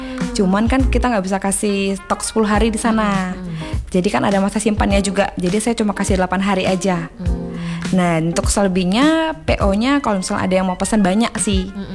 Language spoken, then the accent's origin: Indonesian; North Sulawesi, Indonesia; moved away as an adult; also born or lived in Manado; now in Batam, Indonesia; Karena kan saya asli orang Sulawesi Utara juga. Jadi waktu itu kuliah di Manado juga.